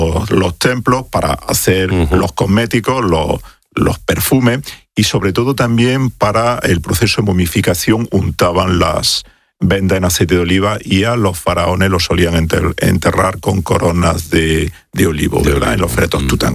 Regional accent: Jaén, Andalusia, Spain; botella de aceite de oliva de mi tierra de Jaén, y eso fue como poner una pica en Flandes.

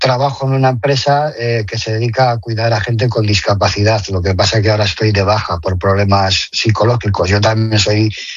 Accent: Erandio, Basque Country, Spain; also born or lived in Algorta / Astrabudúa; soy del municipio de Erandio, nací en Algorta, pero me he criado toda la vida entre Astrabudúa y Erandio

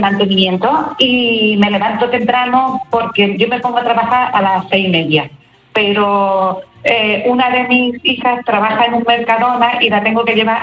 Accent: Tarifa, Andalusia, Spain

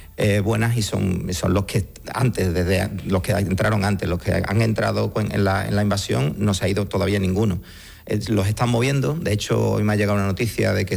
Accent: Ceuta, Spain; tenemos que aguantar, somos de Ceuta Y somos así, nos hemos hecho así porque vivimos al lado

